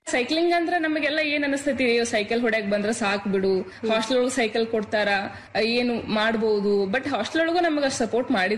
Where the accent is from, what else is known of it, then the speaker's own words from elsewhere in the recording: Karnataka, India; ನಮ್ಮ ಊರ್ ನಿಯರ್ ಜಮಖಂಡಿ ಅಂತ ಹೇಳಿ ನಮ್ ತಾಲೂಕ್ ರೀ